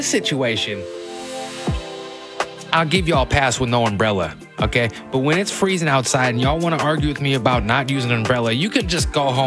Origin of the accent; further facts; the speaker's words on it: Seattle, Washington, United States; Just because I'm from Seattle don't mean I want to get wet.